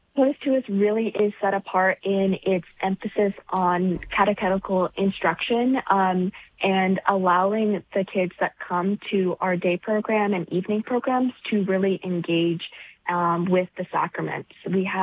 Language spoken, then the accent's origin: English; Richmond, Virginia, United States; I'm actually originally from Richmond, Virginia, so I'm not from Minnesota.